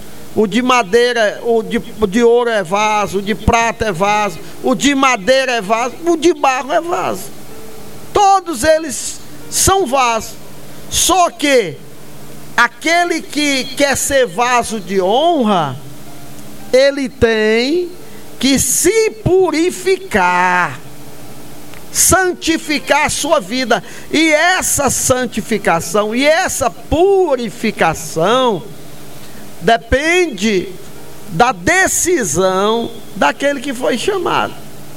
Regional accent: Brazil; born there; Eu nasci aqui no Brasil

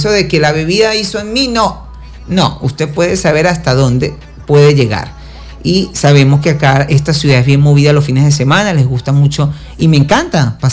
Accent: Venezuela; Seamos buen venezolanos

